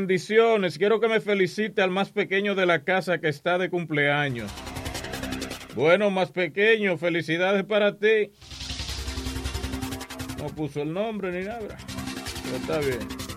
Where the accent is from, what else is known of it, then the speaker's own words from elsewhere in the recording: Dominican Republic; yo soy dominicano, respeto la soberanía y la independencia de mi país